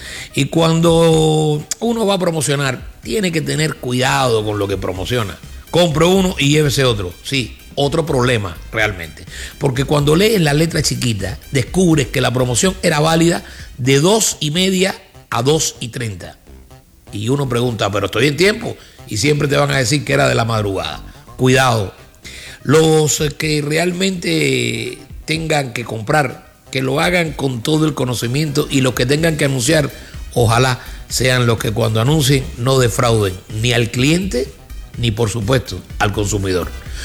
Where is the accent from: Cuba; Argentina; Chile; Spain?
Cuba; now in Miami, United States; así somos los cubanos.